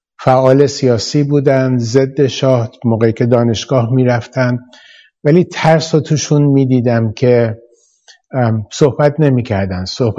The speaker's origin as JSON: {"language": "Persian", "town": "Shiraz", "region": "Fars", "country": "Iran", "tie": "born or raised there", "said": "بله، من در شیراز به دنیا اومدم، در یک خانواده متوسط. پدر مادرم هر دو معلم بودند و مادرم علاوه بر اون نویسنده بود و گاهی هم گویندگی میکرد در رادیو شیراز."}